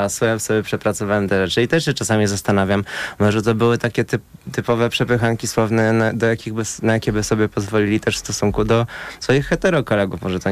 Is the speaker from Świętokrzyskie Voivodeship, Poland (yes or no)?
yes; Kielce, Świętokrzyskie Voivodeship, Poland; now in Warsaw, Poland; Ja pochodzę z Kielc, tak. Nie są takim małym miastem